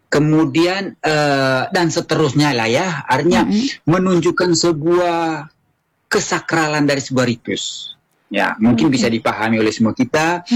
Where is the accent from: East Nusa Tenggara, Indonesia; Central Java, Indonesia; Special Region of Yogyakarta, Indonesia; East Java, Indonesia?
East Nusa Tenggara, Indonesia; Kalau selaku orang Manggarai, bagi orang-orang tua, memang dia pahami bahwa ada aturan-aturan khususnya.